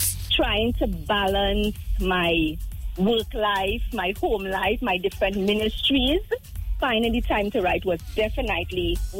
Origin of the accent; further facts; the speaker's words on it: Mayaro, Mayaro–Rio Claro, Trinidad & Tobago; I grew up in Mayaro.